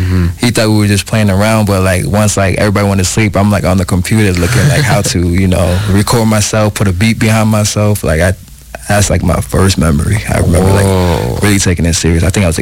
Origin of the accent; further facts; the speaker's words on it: Minneapolis, Minnesota, United States; also born or lived in Providence, Rhode Island; So I was a youngin' when I moved out to Minnesota. So my journey, I'm a Minnesotan.